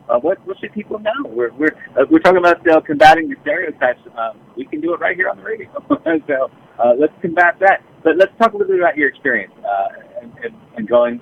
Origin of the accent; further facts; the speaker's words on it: New Jersey, United States; I mentioned that I'm from New Jersey